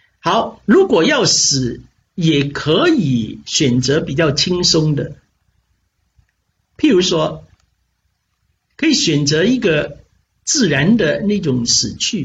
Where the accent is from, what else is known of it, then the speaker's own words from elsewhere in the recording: Hong Kong; moved away as an adult; 我心里想我在香港长大，我一直都没有离开过香港